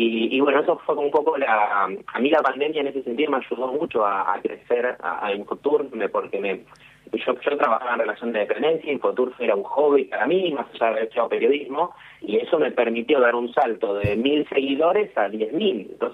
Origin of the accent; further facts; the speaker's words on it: Argentina; como argentino, viste, pero más quiero Argentina